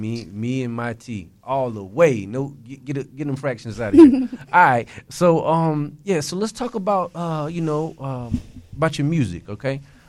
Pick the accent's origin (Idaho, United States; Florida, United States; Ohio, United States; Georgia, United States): Florida, United States; Orlando; I was raised in Orlando. I'm talking about Palermo. I'm talking about Westmoreland, OBT, all of that.